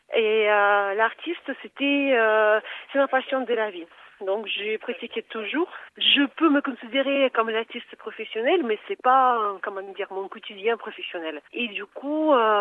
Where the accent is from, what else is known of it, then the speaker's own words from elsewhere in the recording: Samara, Samara Oblast, Russia; j'ai profité bien sûr de présenter ma ville natale, Samara. C'est une grande ville en Russie